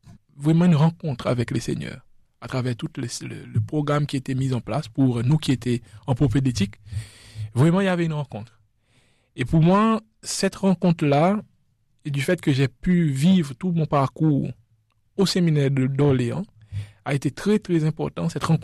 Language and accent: French; La Digue, Seychelles; je viens des Seychelles, les îles Seychelles. J'ai grandi aux Seychelles dans une île qui s'appelle la Digue